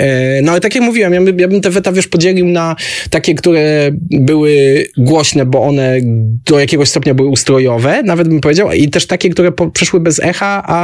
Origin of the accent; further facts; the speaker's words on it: Wrocław, Lower Silesian Voivodeship, Poland; pochodzę z Wrocławia i Odrę lubię i z Odrą mam dobre wspomnienia